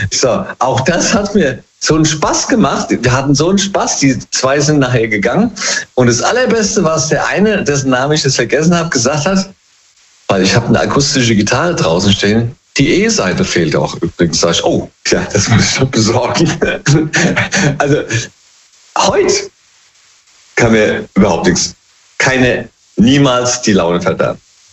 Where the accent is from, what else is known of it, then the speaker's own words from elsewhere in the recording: Hesse, Germany; Aus dem Rheingau immer